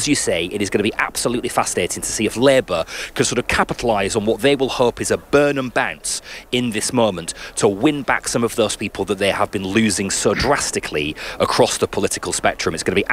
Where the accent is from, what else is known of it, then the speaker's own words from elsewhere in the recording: England, United Kingdom; I'm English.